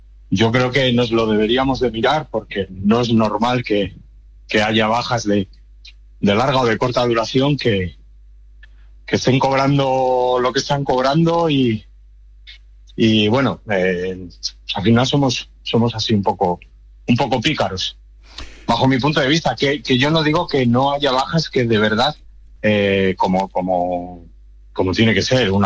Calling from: Spain; como buenos españoles que somos

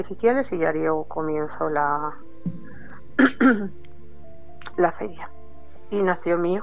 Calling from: Salamanca, Castile and León, Spain

